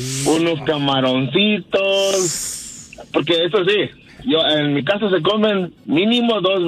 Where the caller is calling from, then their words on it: Las Vegas, Nevada, United States; De acá, de Las Vegas